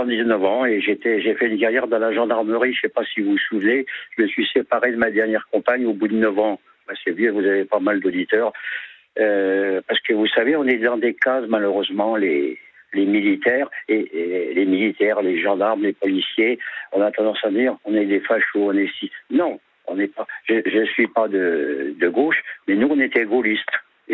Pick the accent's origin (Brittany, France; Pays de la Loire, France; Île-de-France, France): Île-de-France, France; Montigny-lès-Cormeilles; Non, 4 garçons, une famille très unie. On a grandi à Montigny-les-Cormeilles, pour les auditeurs qui connaissent